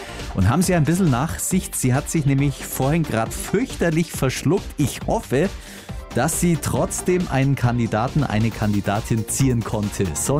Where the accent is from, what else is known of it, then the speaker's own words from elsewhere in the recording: Baden-Württemberg, Germany; ein bisschen was sparen als Schwabe, oder? Das machen wir doch, wir Schwaben.